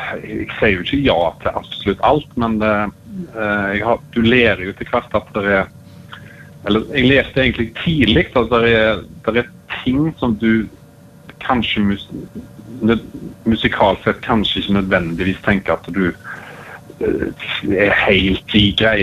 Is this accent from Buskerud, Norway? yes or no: no; Skudeneshavn, Rogaland, Norway; moved away as an adult; also born or lived in Sveio / Kristiansand; now in Oslo, Norway; jeg jo født og oppvokst i Skudenes, og så har vi hatt hele slekten min jo fra Auklandshavn i Sveio, så vi har hatt hus der ute parallelt, kan du si, at vi har brukt så hytta i hele oppveksten min